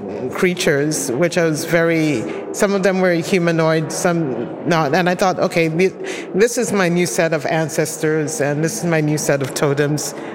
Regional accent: Nigeria; my family is Nigerian. I grew up in Nigeria

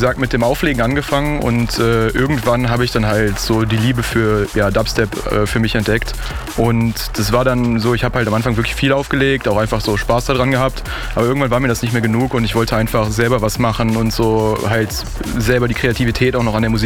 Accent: North Rhine-Westphalia, Germany; und ich komme aus der Region Köln, Aachen, wenn man es genau nehmen möchte.

